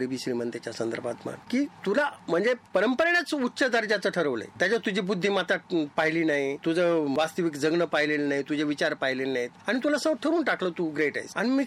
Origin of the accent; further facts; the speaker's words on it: Maharashtra, India; also born or lived in Chalisgaon; कुठलं म्हणे तू, म्हणलं मी चाळीसगावला असतो. चाळीसगावच आहे का तू, म्हणलं नाही मी नगर जिल्ह्यातला आहे.